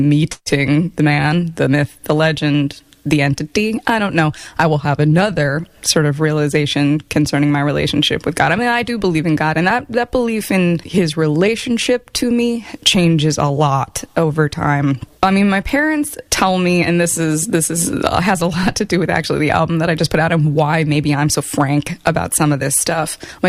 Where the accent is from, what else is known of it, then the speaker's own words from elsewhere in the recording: Randallstown, Maryland, United States; also born or lived in Owings Mills, Maryland / Catonsville, Maryland; So I grew up in a town called Randallstown, which is right along the city-county line. Moved out to Owings Mills in my teenage years, and then lived in Catonsville, right on the city-county line. Now I have returned to Owings Mills